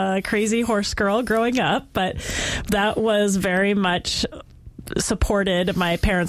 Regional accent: Wasilla, Alaska, United States; Yes, I did. I grew up outside of Wasilla off Pittman Road.

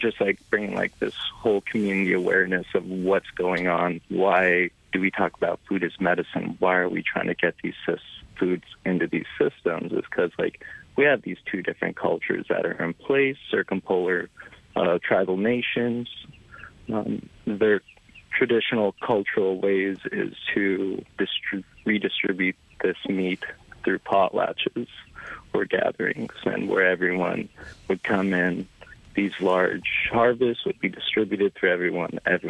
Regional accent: Hooper Bay, Alaska, United States; now in Fairbanks, United States; I am originally from Hooper Bay.

